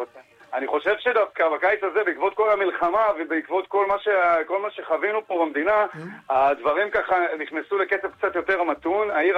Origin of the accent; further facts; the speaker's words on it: Tiberias, Northern District, Israel; born there; moved away as an adult; now in Tel Aviv, Israel; התחלתי ככה בטבריה, עיר הולדתי